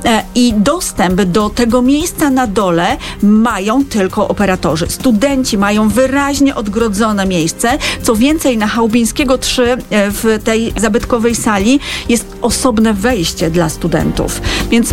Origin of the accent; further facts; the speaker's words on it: Duszniki-Zdrój, Lower Silesian Voivodeship, Poland; now in Wrocław, Poland; bo ja jestem duszniczanką z urodzenia